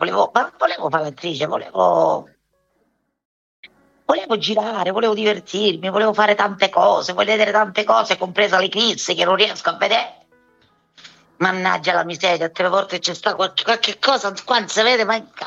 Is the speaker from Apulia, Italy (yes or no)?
yes; Galatina, Apulia, Italy; born there; moved away; io sono nata a Galatina, provincia di Lecce, un paesino, una cittadina molto bella, e nel sud.